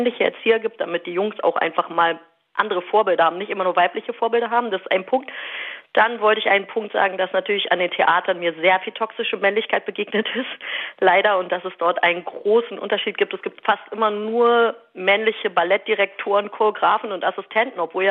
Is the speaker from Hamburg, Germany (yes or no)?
no; Berlin, Germany; ich komme aus Berlin.